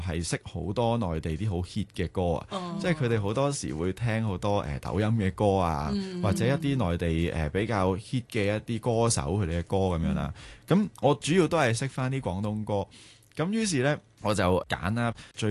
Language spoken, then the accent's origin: Cantonese; Hong Kong; 我都同大家讲就系我系香港嚟嘅